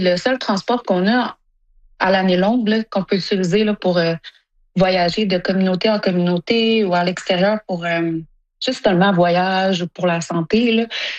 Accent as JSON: {"language": "French", "town": "Sept-Îles", "region": "Quebec", "country": "Canada", "tie": "born or raised there", "also_born_or_lived": "Iqaluit", "moved": "as an adult", "said": "Ben, moi, j'ai grandi à Sept-Îles parce que j'étais avec mon père. Puis ma mère, elle a vécu de Iqaluit. Puis j'ai déménagé là quand j'avais 19 ans."}